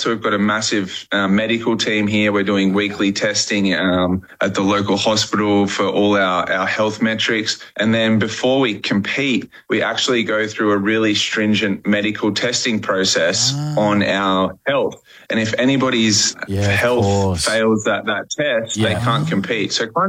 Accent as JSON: {"language": "English", "country": "Australia", "said": "As an Aussie"}